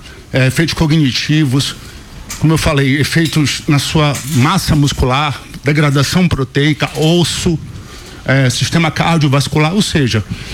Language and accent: Portuguese; Pará, Brazil; eu sou paraense.